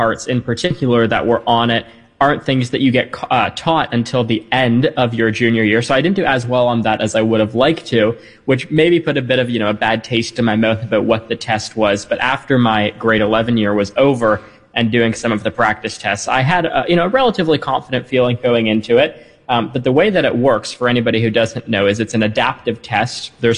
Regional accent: Toronto, Ontario, Canada; I'm from Canada, who doesn't know me.

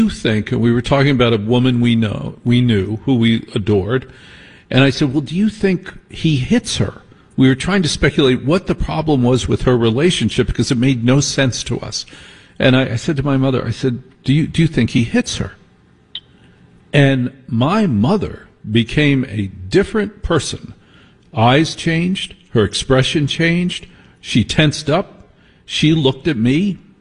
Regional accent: New Jersey, United States; And I grew up in New Jersey. And I had a Jersey mom.

